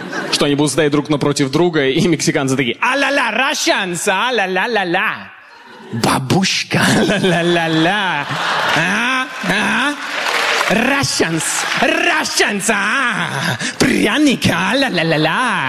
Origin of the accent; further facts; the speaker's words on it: Kazakhstan; also born or lived in Canada; Откуда вы? Я говорю, Казахстан.